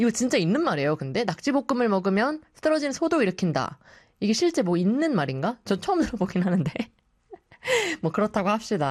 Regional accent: South Korea; 역시 우리는 한국인 피못 속여요, 그죠?

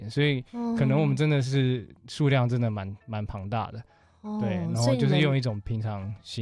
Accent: Yilan County, Taiwan; 在我们的家乡宜兰演艺厅

